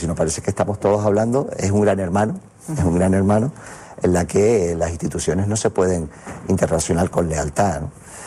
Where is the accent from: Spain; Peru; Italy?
Spain; Canary Islands; vivimos en islas, somos canarios